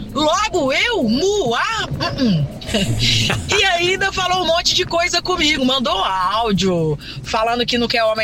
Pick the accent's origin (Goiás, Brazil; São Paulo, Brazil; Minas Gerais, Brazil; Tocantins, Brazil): Minas Gerais, Brazil; Belo Horizonte; sou de BH.